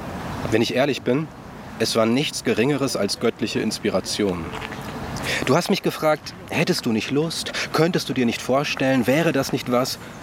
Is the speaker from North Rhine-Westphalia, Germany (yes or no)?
yes; Bergkamen, North Rhine-Westphalia, Germany; Also Berchtkam, wo ich herkomme, ist ja so ein bisschen zwischen Ruhrgebiet und Münsterland irgendwie.